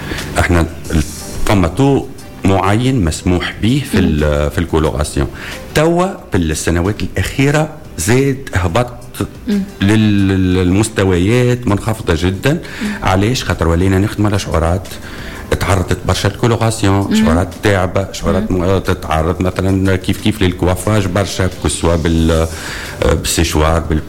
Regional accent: Tunisia; عندنا في تونس

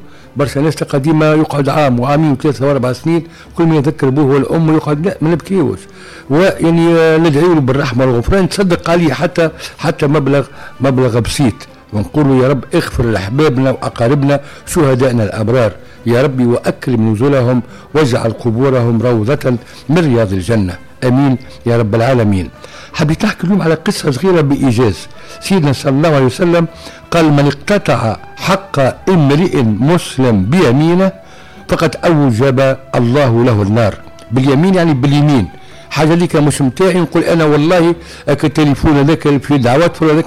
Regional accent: Tunisia; بلادنا تونس الحبيبة

